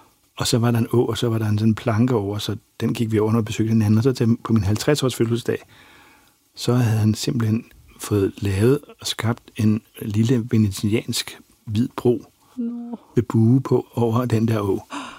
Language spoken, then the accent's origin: Danish; Bornholm, Capital Region of Denmark, Denmark; Så, og jeg var jo bornholmer, og en bornholmsk skuespiller var godt her med